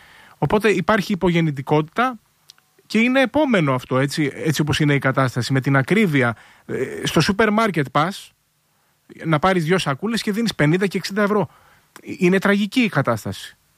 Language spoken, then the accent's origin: Greek; Greece; νιώθω ως Έλληνας πολίτης ότι νιώθω ότι ζω σε μια χώρα που πνίγομαι.